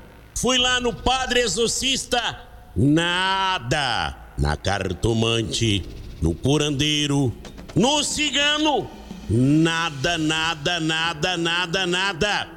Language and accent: Portuguese; Vitória da Conquista, Bahia, Brazil; now in São Paulo, Brazil; Sou de Vitória da Conquista.